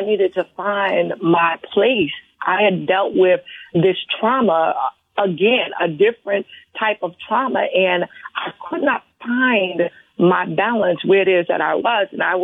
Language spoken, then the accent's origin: English; Jersey City, New Jersey, United States; Jersey City is where I grew up in New Jersey.